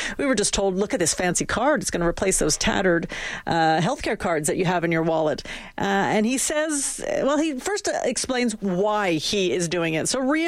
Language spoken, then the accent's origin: English; Saskatchewan, Canada; born there; I was born in Saskatchewan.